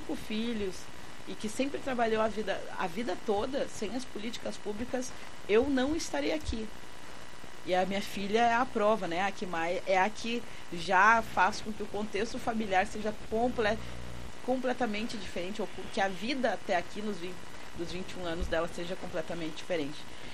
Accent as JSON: {"language": "Portuguese", "region": "Rio Grande do Sul", "country": "Brazil", "said": "Mas eu sou gaúcha, falo, né? Quando falam, eu vou para fora. Se tu é baiana, não, eu sou gaúcha, pô."}